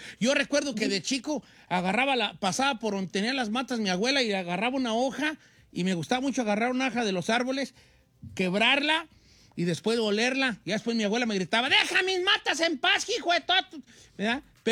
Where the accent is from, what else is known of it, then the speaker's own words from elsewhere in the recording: Madrid, Community of Madrid, Spain; Yo soy de Madrid, pedazo de la España en que nací.